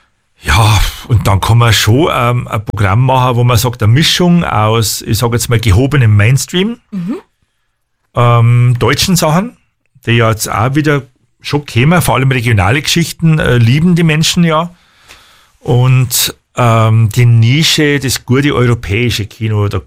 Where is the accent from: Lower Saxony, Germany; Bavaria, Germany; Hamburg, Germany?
Bavaria, Germany; accent: Bavarian; Es mag vielleicht sein, aber ich gehöre schon original zu Oberbayern. Gell? Also Wenzach, München und so weiter. Das ist die ganzen, es ist schon Oberbayern.